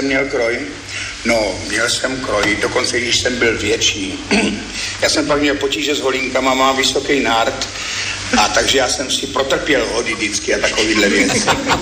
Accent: Brno, South Moravian Region, Czechia; also born or lived in Ivančice / Řícmanice; protože já do Brna pořád jezdím, mám tady rodinu, takže já jsem vlastně Brňák pořád.

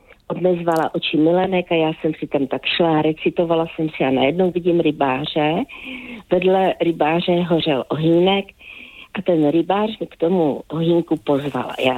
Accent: Central Bohemian Region, Czechia; born there; všechny jeho knížky a zvláště ty od Berounky, ty miluju a jsem ráda, že Ota Pavel je dvorní spisovatel mého rodného kraje.

